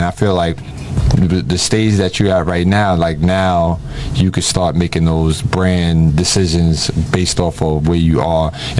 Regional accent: New York, United States

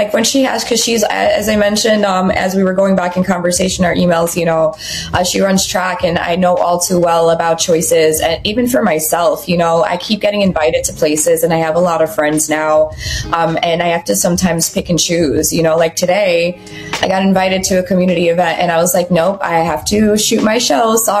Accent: Guyana; now in New York City, United States; I am an immigrant as well, so I'm not American. I'm actually South American. I'm Guyanese.

